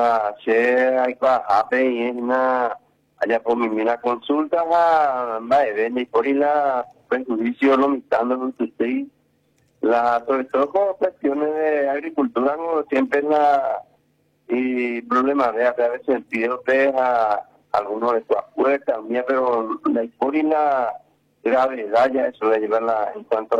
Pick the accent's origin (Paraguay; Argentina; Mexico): Paraguay